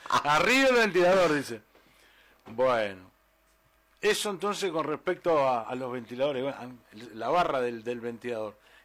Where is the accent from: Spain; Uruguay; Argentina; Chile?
Uruguay; Yo me remito a lo que ha sido mi vida como uruguayo.